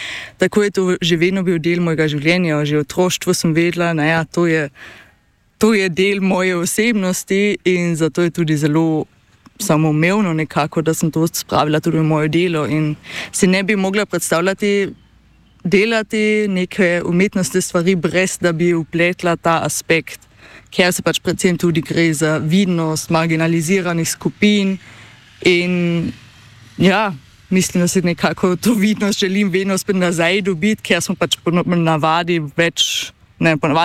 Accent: Carinthia, Austria; sem koroška Slovenka, da sem del manjšine, ki je še vedno diskriminirana

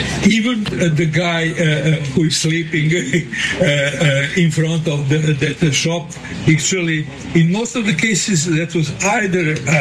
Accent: Zemun, Central Serbia, Serbia; also born or lived in Belgrade; I was born in Belgrade, but I grew up in Zemun, who is perfect embodiment of the provincial town, quite with the Austro-Hungarian atmosphere, which was totally different than that big Belgrade who was just across the river.

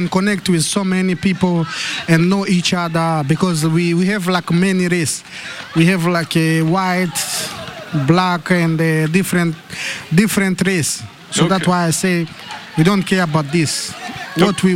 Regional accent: Burundi; English is a second language; moved away as an adult; now in Slovenia; I'm come from Burundi.

